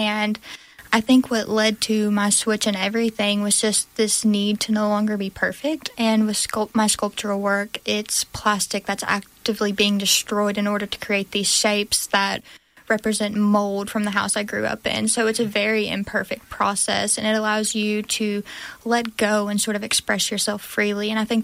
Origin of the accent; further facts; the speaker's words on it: Mississippi Delta, United States; Growing up in the Delta, there's a strong tradition of quilting. And that's something that I experienced